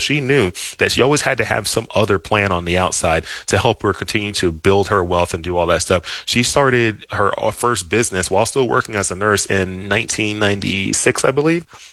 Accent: Dallas, Texas, United States; So anyways, you know, I grew up in Dallas, Texas. Both of my parents immigrated from Nigeria to the U.S.

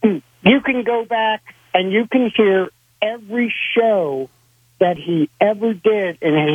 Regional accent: Broward and Dade County, Florida, United States; I grew up in Broward and Dade County

